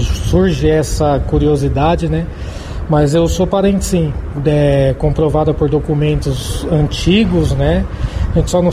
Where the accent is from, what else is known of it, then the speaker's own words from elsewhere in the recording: Brazil; born there; Eu sou nascido no Brasil, o italiano da minha família é meu tataravô